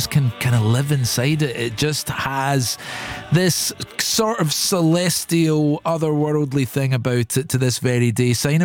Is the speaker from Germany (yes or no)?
no; Edinburgh, Scotland, United Kingdom; best to nab a ticket for … playing in Edinburgh in the summer. I'm so jealous of everybody in my hometown who got to see him perform.